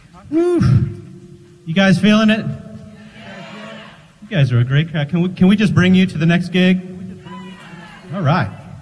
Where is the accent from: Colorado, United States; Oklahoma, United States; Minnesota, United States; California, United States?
Colorado, United States; Denver; It was a tribute to my hometown, which is Denver, Colorado.